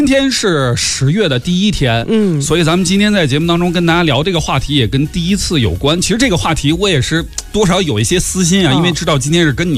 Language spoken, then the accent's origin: Chinese; China; 作为一个中国人